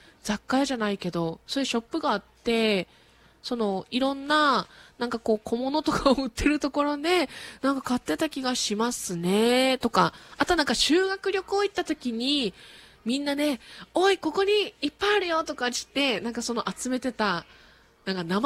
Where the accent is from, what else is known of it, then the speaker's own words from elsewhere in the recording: Amami, Kagoshima, Japan; 私ナチュー出身なんですけど